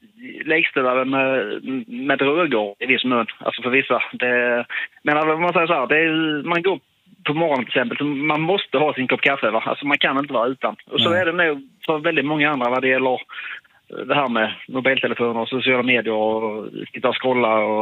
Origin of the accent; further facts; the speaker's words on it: Sweden; Det som händer med mig, jag är ju typisk svensk, så att jag blev lite som smått irriterad.